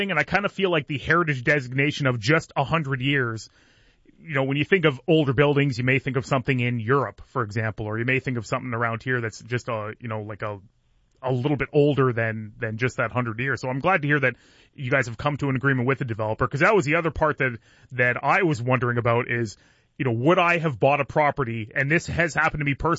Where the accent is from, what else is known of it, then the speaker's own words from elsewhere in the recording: Belle River, Ontario, Canada; I never went to General Amherst. I grew up in Belver, but there's not much about that building besides it being built over 100 years ago that really stands out to me.